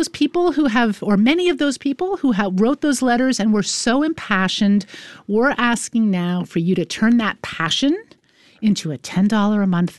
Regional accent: Bellefonte, Pennsylvania, United States; I'm from Bellefonte.

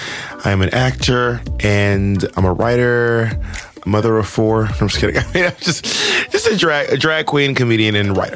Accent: Georgia, United States; also born or lived in Alabama / Mississippi; I'm basically from Georgia, Alabama, and Mississippi.

